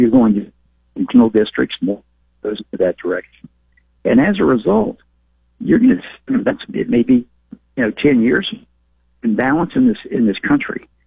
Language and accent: English; the South, United States; And I'm from the South, and I regret that, but it is what it is.